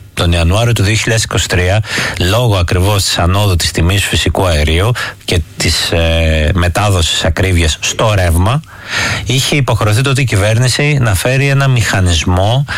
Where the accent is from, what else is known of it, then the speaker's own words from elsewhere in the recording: Andros, South Aegean, Greece; οι αδριώτες γκρινιάζουμε ούτως ή άλλως.